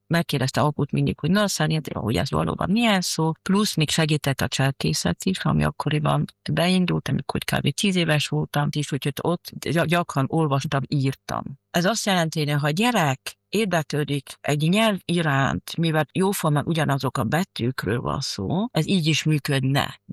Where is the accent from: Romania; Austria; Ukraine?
Austria; Graz, Styria; Én itt nőttem fel Grazban, itt jártam iskolában, és akkor nem volt még ilyen első nyelvi oktatás Grazban.